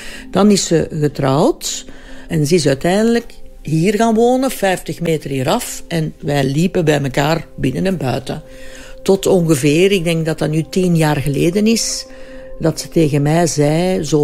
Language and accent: Dutch; Mechelen, Flanders, Belgium; now in Lier, Belgium; Hij was van boven Antwerpen, ik ben van Mechelen. Wij zijn in Lier gaan wonen.